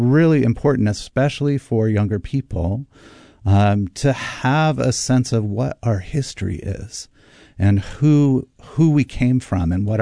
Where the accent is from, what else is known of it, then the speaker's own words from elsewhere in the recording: Vergennes, Vermont, United States; when I was growing up in Vergennes in the 1970s, 1980s